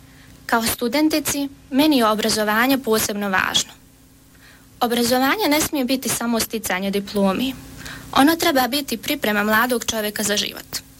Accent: Gračanica, Federation of Bosnia and Herzegovina, Bosnia & Herzegovina; also born or lived in Tuzla; rođena sam 31.12.2001. godine u Tuzli, a dolazim iz Gračanici.

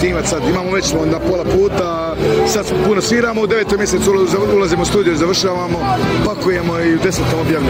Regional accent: Mostar, Federation of Bosnia and Herzegovina, Bosnia & Herzegovina; iako smo sad državna grupa iz cijele BiH, samo sam ja iz Mostara

